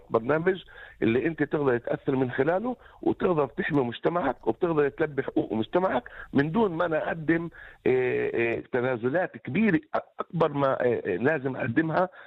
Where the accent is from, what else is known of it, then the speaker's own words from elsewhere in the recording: Palestine; بده إنه أنا أقول إنه أنا مش فلسطيني، انه انا مش عربي، انه انا فيش لي تاريخ، انه انا فيش لي حضاره